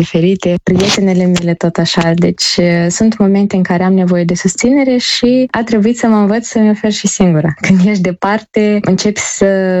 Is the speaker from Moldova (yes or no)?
yes; Moldova; now in South Korea; Deci spun cu mândrie că sunt din Republica Moldova, avem cu ce ne mândri și simt chiar și o responsabilitate enormă fiind printre puținii reprezentanți ai țării noastre aici în Coreea.